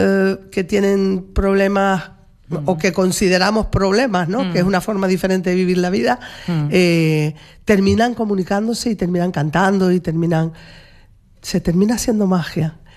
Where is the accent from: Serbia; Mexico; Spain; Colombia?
Spain; Arrecife, Canary Islands